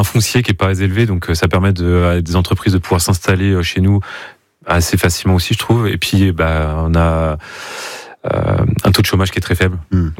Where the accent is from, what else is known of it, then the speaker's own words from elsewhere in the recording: Saint-Ouen-des-Toits, Pays de la Loire, France; born there; Ouais, je suis né à Saint-Ouen-des-Toits exactement. Déjà il y a 40 ans.